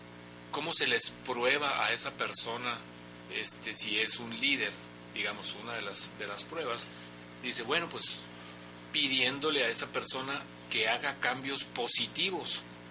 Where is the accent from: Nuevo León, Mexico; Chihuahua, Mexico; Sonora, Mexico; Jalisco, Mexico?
Sonora, Mexico; aquí los norteños somos más dados, yo que soy de Sonora, ¿verdad?, a ser más directos.